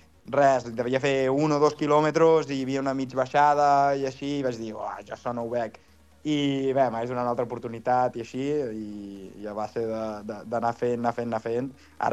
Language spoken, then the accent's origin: Catalan; Menorca, Balearic Islands, Spain; Vaig tornar a Menorca i a partir d'aquí, pues, de la meva illa i de casa meva, pues, he recuperat aquesta força